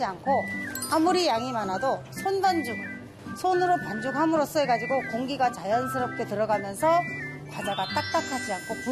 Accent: Jeju City, Jeju, South Korea; moved away as an adult

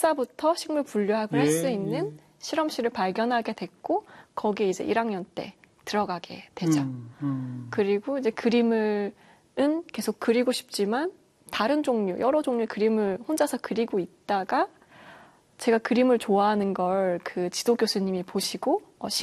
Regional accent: South Gyeongsang, South Korea; 경남에서 주로 컸는데, 이사를 워낙 많이 다녀서, 네. 그런데 전부 다 진짜 시골이었어요.

